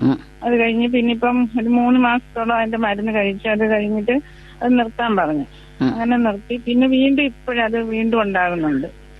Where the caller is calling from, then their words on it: Kayamkulam, Kerala, India; Kayamkulam.